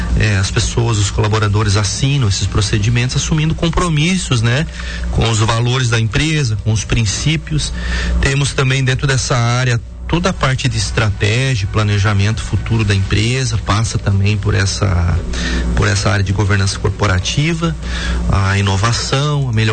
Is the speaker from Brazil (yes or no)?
yes; Três Barras, Santa Catarina, Brazil; moved away as an adult; now in Vale do Aço, Brazil; lá em Três Barras, que é a minha terra natal.